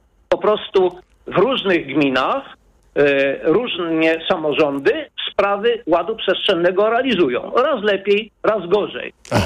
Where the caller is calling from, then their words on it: Warsaw, Masovian Voivodeship, Poland; Jestem architektem, urbanistą z Warszawy.